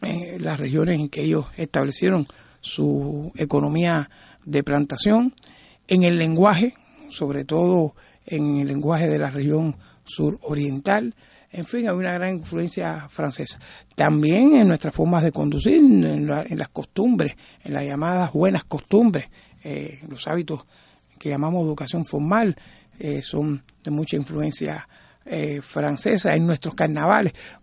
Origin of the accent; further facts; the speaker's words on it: Cuba